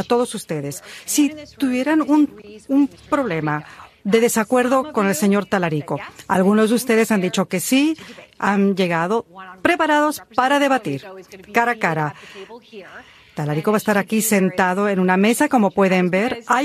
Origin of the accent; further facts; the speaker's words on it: Burleson, Texas, United States; Vengo de Burleson, Texas. Y también yo vengo de muchas generaciones aquí en Texas, desde la Revolución. Sí, son muy buenos tejanos.